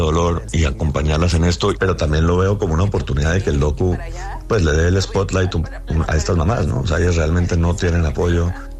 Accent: Colombia; now in Mexico; en algunos países latinoamericanos como Colombia, de donde soy, o de México, donde vivo

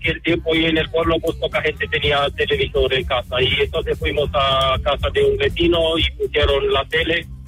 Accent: Romania; moved away; tengo 48 años y nací en Rumanía y todavía recuerdo con la edad de 12 años, casi 13.

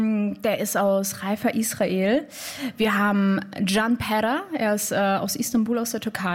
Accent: Germany; also born or lived in Poland; Und mich, ich bin aus Deutschland und aus Polen, genau.

